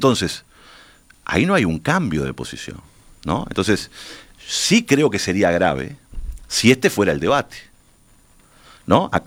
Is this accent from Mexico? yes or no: no; Uruguay; somos un país de 3 millones de habitantes